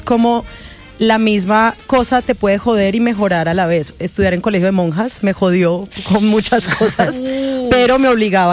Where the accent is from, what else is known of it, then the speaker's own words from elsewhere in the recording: Cali, Valle del Cauca, Colombia; now in Bogotá, Colombia; No, yo soy caleña.